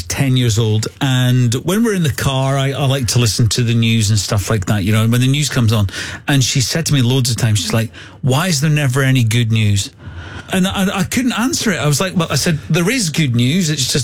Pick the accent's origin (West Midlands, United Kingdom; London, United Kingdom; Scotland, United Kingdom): Scotland, United Kingdom; But, you know, we are Scottish, so we huggle together at night